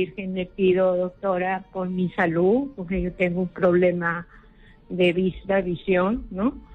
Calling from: Lima, Peru; yo soy de acá de Los Olivos

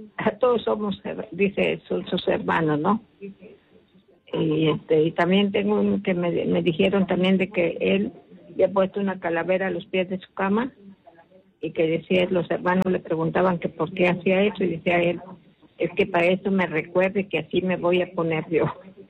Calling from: Piura, Peru; De Piura.

